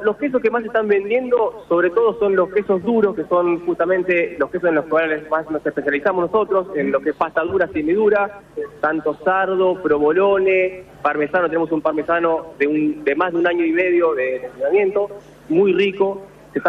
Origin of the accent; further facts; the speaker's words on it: 9 de Julio, Buenos Aires Province, Argentina; Somos de 9 de Julio, provincia de Buenos Aires, la Cuenca Láctea